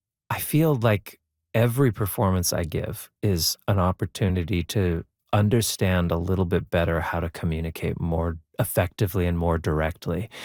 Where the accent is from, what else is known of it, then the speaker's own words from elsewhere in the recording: Brandon, Manitoba, Canada; growing up in Brandon, Manitoba, it seemed really, really, really far away.